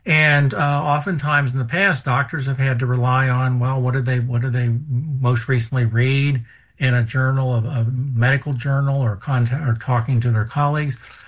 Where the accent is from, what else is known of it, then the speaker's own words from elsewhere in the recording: Cincinnati, Ohio, United States; now in North Carolina, United States; I'm from Cincinnati, so I'm a baseball fan. Grew up with the Reds.